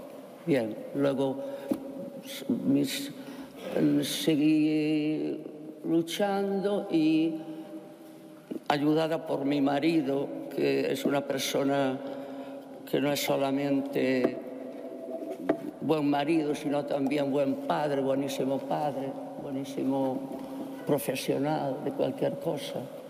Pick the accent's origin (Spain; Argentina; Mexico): Spain; Coirós, Galicia; soy de una chica de aldea. Nací en Coirós, que está cerquita de Betanzos.